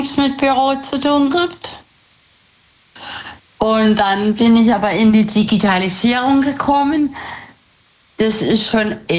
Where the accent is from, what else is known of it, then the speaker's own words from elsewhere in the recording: Rastatt, Baden-Württemberg, Germany; Aus Rastatt.